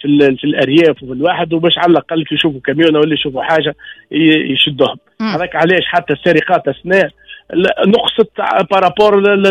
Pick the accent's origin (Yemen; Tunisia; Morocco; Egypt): Tunisia; ما ثماش مطر عندنا في الشمال الغربي بصفة عامة